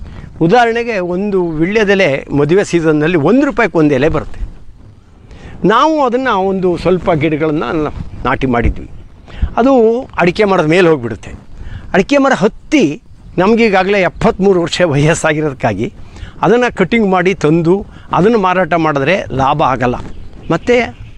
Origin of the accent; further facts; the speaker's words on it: Koppa, Karnataka, India; ನನ್ನ ಊರು ಕೊಪ್ಪ, ಮಳ್ಳ ಗ್ರಾಮ, ಕಸಬಾ ಹೋಬಳಿ, ಸಾಗರ ತಾಲೂಕು. ನಾನೊಬ್ಬ ಕೃಷಿಕ.